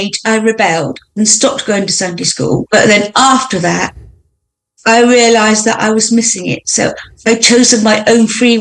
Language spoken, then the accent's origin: English; Oxford, South East England, United Kingdom; I think it's more friendly. I was born in Oxford, brought up in Oxford.